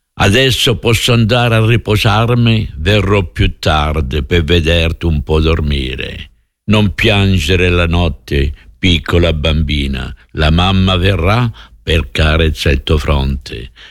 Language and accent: French; Italy; now in France; je suis italien. J'étais italien. Ça m'a coûté cher pour être français.